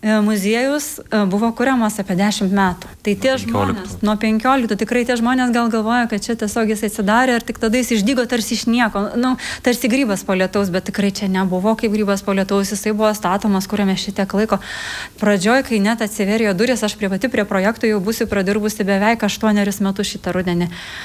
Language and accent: Lithuanian; Samogitia, Lithuania; aš pati kilusi iš Žemaitijos.